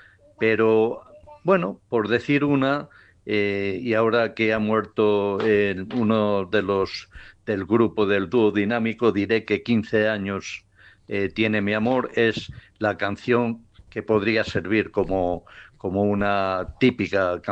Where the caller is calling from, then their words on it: Valladolid, Castile and León, Spain; llamo desde Valladolid.